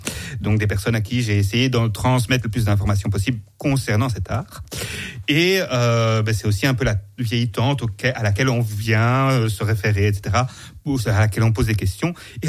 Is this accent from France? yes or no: yes; Champagnole, Bourgogne-Franche-Comté, France; Moi, je suis de Champagnole. Là, pour l'instant, j'habite à Champagnole, une petite ville de 8000 habitants.